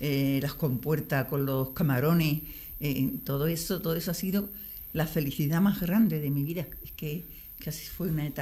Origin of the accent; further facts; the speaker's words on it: San Fernando, Andalusia, Spain; Y yo me pasaba la infancia entre la huerta y la salina, más la salina que la huerta.